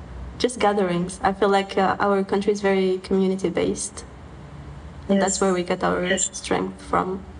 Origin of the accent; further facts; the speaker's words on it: Algiers, Algiers Province, Algeria; I was born in Algiers and I've lived all my life in Algiers … is from Biskra. And my mom is from Dia